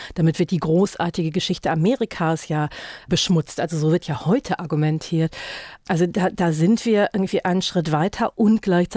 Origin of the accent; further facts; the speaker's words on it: Germany; Also ich bin eine Person of Color, aber ich bin nicht schwarz. Ich bin Deutsche